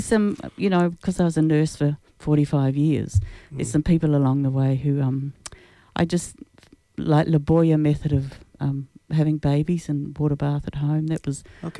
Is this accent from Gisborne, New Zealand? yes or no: no; Christchurch, Canterbury, New Zealand; moved away as an adult; also born or lived in Greymouth, New Zealand; Well, I grew up in Christchurch, beautiful city.